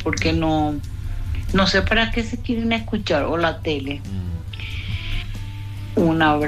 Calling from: Luque, Central, Paraguay; soy desde Luque.

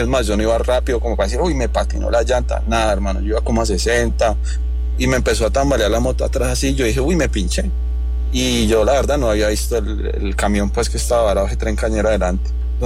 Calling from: Jamundí, Valle del Cauca, Colombia; Estoy en el municipio de Jamundí

